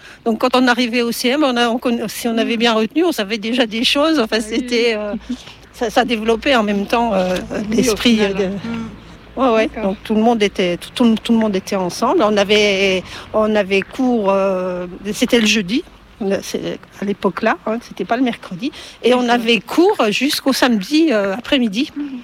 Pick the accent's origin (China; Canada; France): France; Ménil; donc j'habite Ménil, je suis née à Ménil. Donc, mon père était boulanger à Ménil. Donc, j'ai connu ce village dans son origine